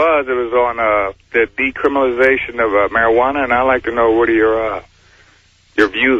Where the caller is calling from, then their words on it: Sacramento, California, United States; I'm calling. I'm from Sacramento.